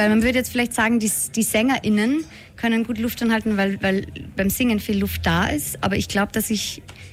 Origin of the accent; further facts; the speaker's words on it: Austria; Wir sind ja auch aus Österreich